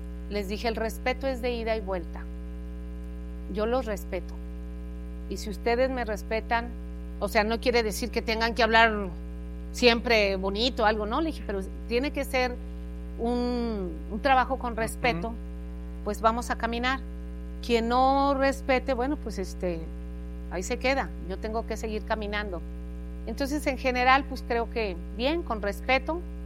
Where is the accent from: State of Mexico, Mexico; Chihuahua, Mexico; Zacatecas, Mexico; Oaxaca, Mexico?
Zacatecas, Mexico; born there; now in Veracruz, Mexico; yo nací en Zacatecas, pero tengo 40 años en Veracruz. Me casé con un veracruzano, mis hijas son veracruzanas. Mi vida ha sido Veracruz.